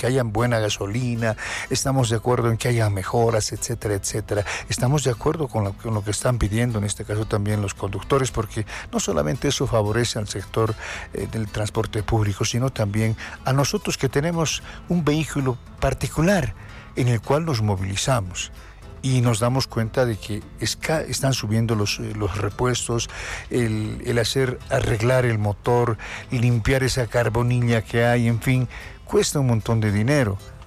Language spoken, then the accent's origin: Spanish; Bolivia